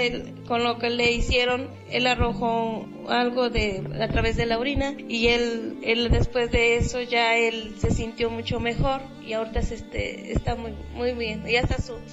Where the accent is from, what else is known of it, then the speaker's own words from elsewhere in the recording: Tepanco, Puebla, Mexico; vengo de Tepanco